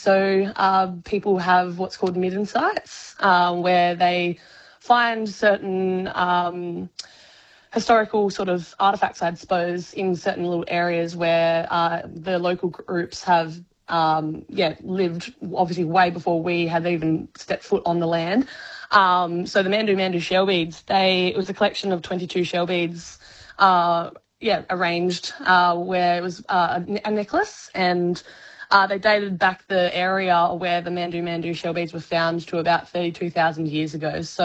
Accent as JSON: {"language": "English", "town": "Geraldton", "region": "Western Australia", "country": "Australia", "tie": "born or raised there", "said": "I grew up in Geraldton and did my last couple of years of high school in Geraldton as well. Then moved away, did a bit of study over east, doing marine biology over there. Then came back to Western Australia"}